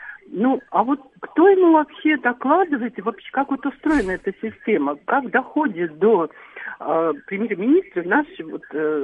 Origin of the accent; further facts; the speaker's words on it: Moscow Oblast, Russia; я из Подмосковья.